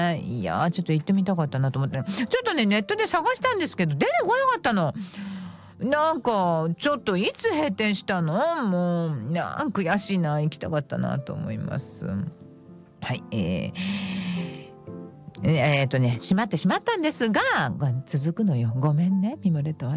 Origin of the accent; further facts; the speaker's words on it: Osaka, Japan; さあ、今日はですね、お好み焼きがテーマということなので、元大阪人としては欠かずにいられないそういうことね